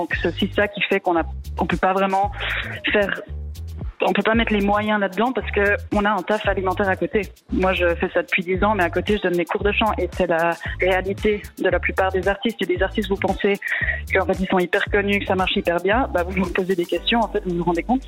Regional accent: La Chaux-de-Fonds, Neuchâtel, Switzerland; Bah, moi je viens de la Chaux-de-Fonds, donc je pense à Hummus Records

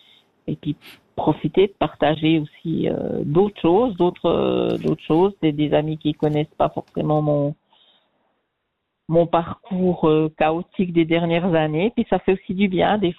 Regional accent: Switzerland; moved away; quand je suis partie de Suisse il y a 3 ans, je me suis demandé justement certaines amitiés.

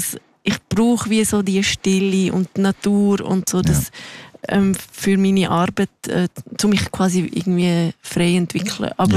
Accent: Graubünden, Switzerland; als ich in Zürich gewohnt habe und wenn ich gesagt habe, ich bin Engadinerin, dann haben mich alle schon mega cool gefunden.

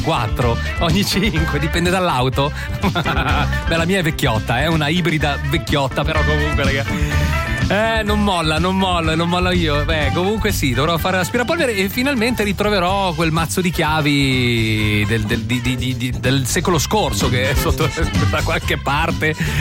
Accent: Ticino, Switzerland; Io sono del Luganese, quindi andrò a Rivera

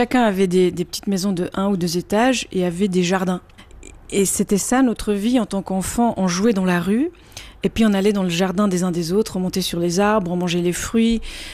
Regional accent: Tirana, Tirana County, Albania; la première maison de ma vie, qui était la maison de mon enfance à Tirana, qui est toujours debout.

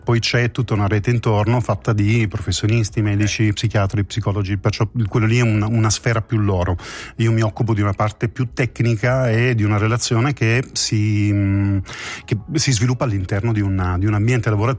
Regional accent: Apulia, Italy; born there; Io però sono nato in Puglia

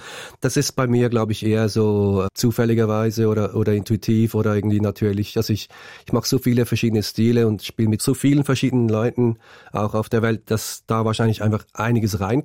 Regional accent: Switzerland; moved away as an adult; also born or lived in New York; now in Los Angeles, United States; Also verwurzelt bin ich schon vor allem hier, also in der Schweiz, obwohl ich mit 19 ausgewandert bin jetzt schlussendlich.

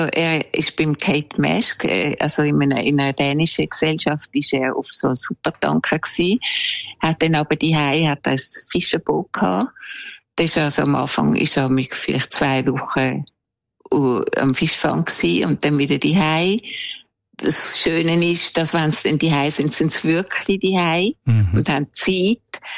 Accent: Switzerland; moved away; beim ersten habe ich so ein bisschen meine Jugend in der Schweiz beschrieben.

